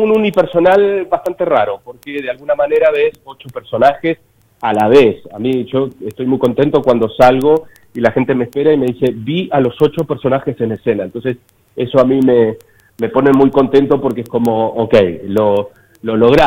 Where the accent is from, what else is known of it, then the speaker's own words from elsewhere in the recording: Patagonia, Argentina; nosotros que somos patagónicos